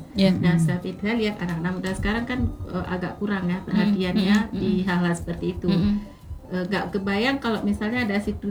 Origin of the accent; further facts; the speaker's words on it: Aceh, Indonesia; Kita Aceh punya gitu.